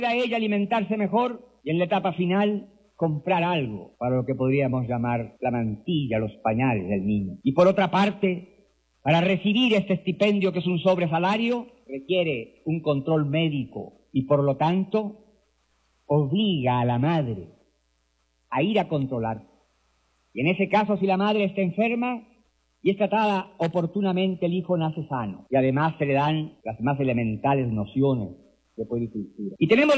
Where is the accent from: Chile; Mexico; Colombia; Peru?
Chile